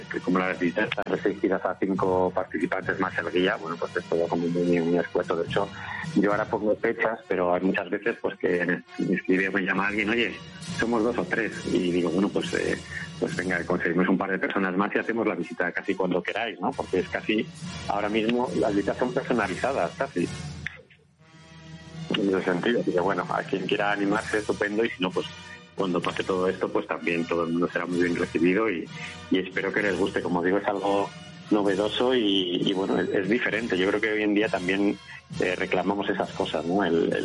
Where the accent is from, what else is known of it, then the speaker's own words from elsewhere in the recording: Salamanca, Castile and León, Spain; soy de Salamanca